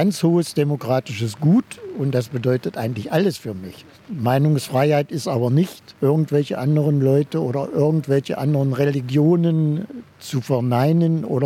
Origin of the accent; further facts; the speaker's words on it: East Germany, Germany; Ich bin ja in der DDR aufgewachsen als junger Mann. Mit 35 habe ich dann endlich eine Demokratie kennenlernen dürfen.